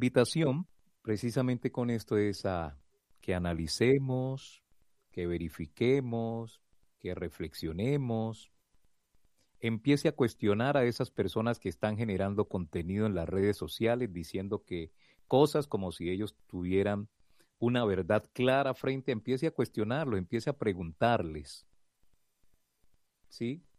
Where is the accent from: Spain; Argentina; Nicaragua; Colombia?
Colombia; nosotros, como colombianos